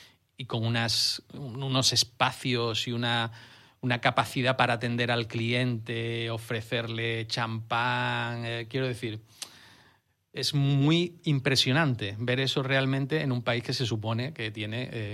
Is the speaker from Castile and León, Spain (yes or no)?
no; San Fernando, Andalusia, Spain; El sitio donde yo... el hospital donde yo nací... el barrio donde yo me crié, el patio en el que yo jugaba, la guardería a la que yo iba